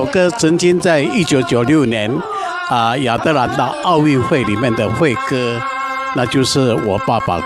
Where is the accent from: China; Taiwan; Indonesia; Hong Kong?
Taiwan; Taitung County; 我是来自台湾